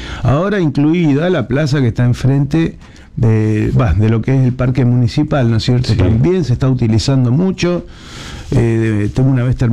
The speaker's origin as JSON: {"language": "Spanish", "country": "Argentina", "said": "los argentinos, viste, que somos pasionales"}